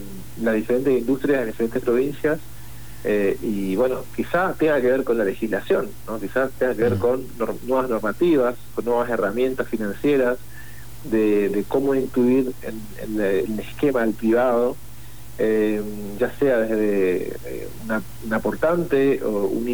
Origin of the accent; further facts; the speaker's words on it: Argentina; de lo que nos compone como argentinos, como provincianos.